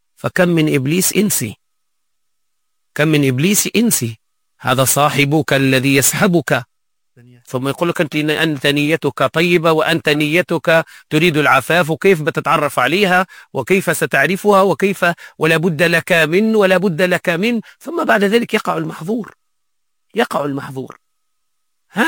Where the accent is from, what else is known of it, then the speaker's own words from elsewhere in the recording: Tunisia; احنا مثال عندنا في تونس